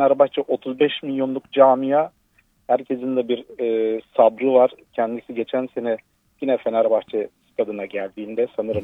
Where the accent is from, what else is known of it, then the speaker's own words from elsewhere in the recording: Istanbul, Turkey; moved away as an adult; Tabii bütün çocukluğum geçti orada. Yıllarımız geçti aşağı yukarı 35 yıl.